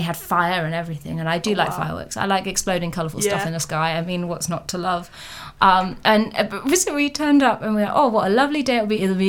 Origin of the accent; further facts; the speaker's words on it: United Kingdom